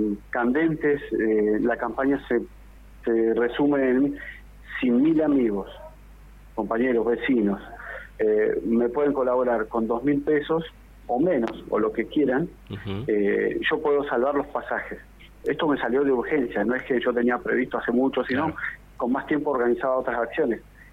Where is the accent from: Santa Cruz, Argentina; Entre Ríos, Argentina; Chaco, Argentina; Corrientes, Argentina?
Santa Cruz, Argentina; Las Heras; moved away as an adult; now in Neuquén, Argentina; Estoy radicado en Neuquén, sí, tal cual, hace más de 2 años, pero me crié en Las Heras.